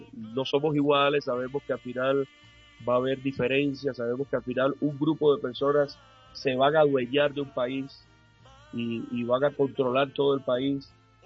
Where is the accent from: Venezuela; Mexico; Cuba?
Cuba; moved away as an adult; now in Colombia; los cubanos tenemos la música en la sangre. Como el colombiano también. Entonces yo, llegando a Colombia, ya en Cuba lo había hecho. Llegando a Colombia, actualmente trabajo como músico